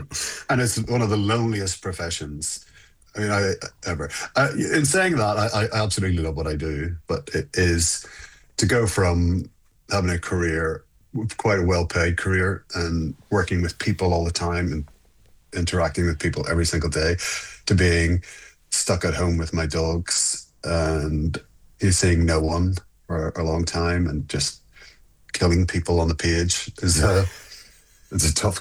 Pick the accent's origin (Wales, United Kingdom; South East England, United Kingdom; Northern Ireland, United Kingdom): Northern Ireland, United Kingdom; Belfast; growing up in Belfast in the 70s was tough for all of us.